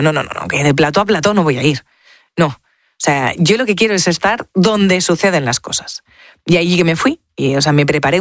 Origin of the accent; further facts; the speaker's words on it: Spain; yo soy española, no sé qué te pasa con nosotros